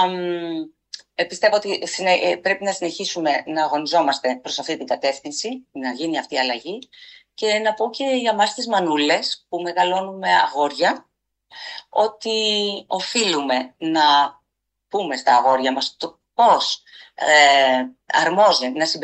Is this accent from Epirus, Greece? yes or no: no; Thessaloniki, Central Macedonia, Greece; now in Athens, Greece; Έκανα μια εσωτερική μετανάστευση, έφυγα από τη Θεσσαλονίκη, πήγα στην Αθήνα.